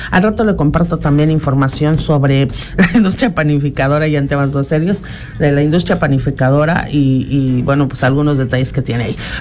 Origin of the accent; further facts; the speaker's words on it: Mexico; así somos los mexicanos.